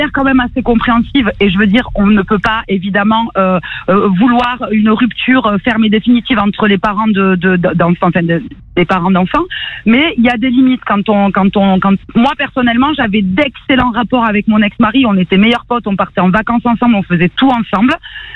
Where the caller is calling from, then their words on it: Toulouse, Occitanie, France; Je suis à Toulouse.